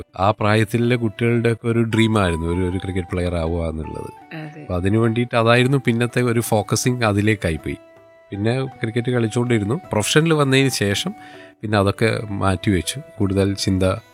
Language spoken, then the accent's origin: Malayalam; Taliparamba, Kerala, India; ഇപ്പം ഞാൻ താമസിക്കുന്നത് തളിപ്പുറമ്പ് എന്ന് ഒരു 4 കിലോമീറ്റർ മാറി അരിയിൽ എന്ന് പറയുന്ന ഒരു പ്രദേശത്താണ്. അവിടെയാണ് വീടെടുത്തിട്ട് അവിടെയാണ് താമസിക്കുന്നത്.